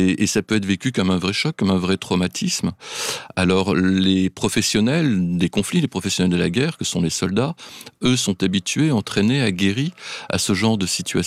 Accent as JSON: {"language": "French", "country": "France", "said": "Enfin, en Suisse, vous êtes beaucoup plus civique que chez nous en France."}